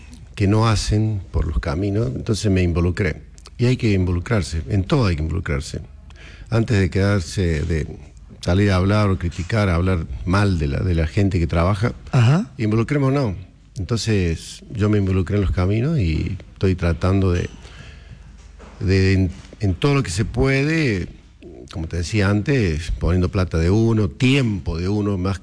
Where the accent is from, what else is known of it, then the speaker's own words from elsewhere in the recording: Monte del Rosario, Córdoba, Argentina; mamá hija de italianos. Pero siempre tuve el campo en la zona rural. El pueblito donde yo nací se llama Monte del Rosario, pueblito de 150 habitantes.